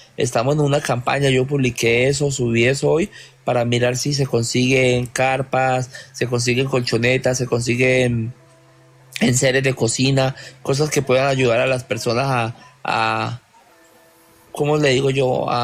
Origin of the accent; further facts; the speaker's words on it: Buenaventura, Valle del Cauca, Colombia; born there; por Cali, tengo familia allá, por Yumbo, por Buenaventura, que es donde yo nací